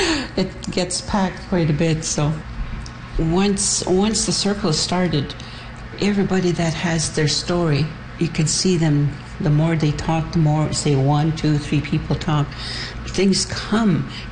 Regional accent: One Arrow, Saskatchewan, Canada; born there; also born or lived in Duck Lake; I'm from the Wolf Clan, from the Cree Nation. I was born in One Arrow, Batosh, Saskatchewan, and I went to the residential school in Duck Lake for 8 years.

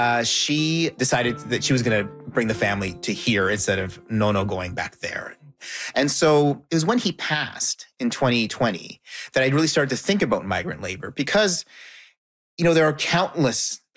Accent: Canada; I grew up that way, you know, growing up in Canada. That's how I was taught to think about my citizenship and my nation, this welcoming place.

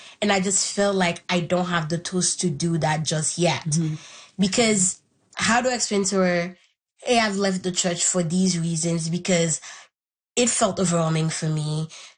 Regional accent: Haiti; first language Haitian Creole; English is a second language; I grew up in Haiti. My first language is Haitian Creole. My grandma also only speaks Haitian Creole

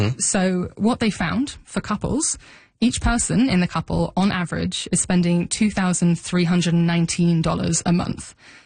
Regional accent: United Kingdom; moved away as an adult; also born or lived in London; now in Vancouver, Canada; listeners can tell at this point, but I'm not from Canada. Mm. I moved to Vancouver from the UK a couple of years ago.

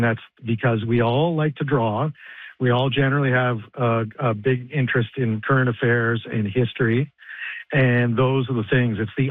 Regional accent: Toronto, Ontario, Canada; I'm from Toronto

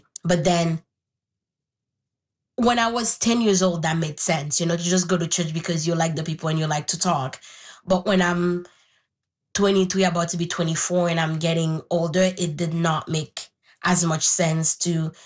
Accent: Haiti; born or raised there; first language Haitian Creole; English is a second language

